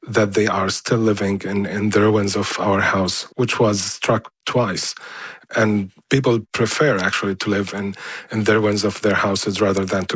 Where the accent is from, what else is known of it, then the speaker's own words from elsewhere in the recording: Gaza Strip, Palestine; moved away as an adult; I was born and raised and bred in the Gaza Strip all my life. I left 3 years ago